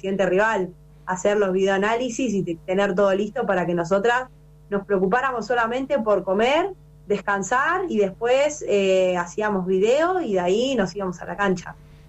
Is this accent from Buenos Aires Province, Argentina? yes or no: no; Rawson, Chubut, Argentina; Yo me crié en Rawson cuando estaba estudiando en el profesorado de Educación Física